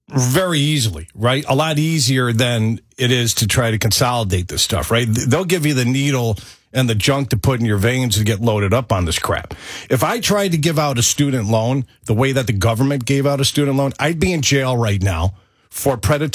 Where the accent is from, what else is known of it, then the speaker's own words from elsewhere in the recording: New York City, New York, United States; that's a proper way to say Florida because I'm from Brooklyn, by the way.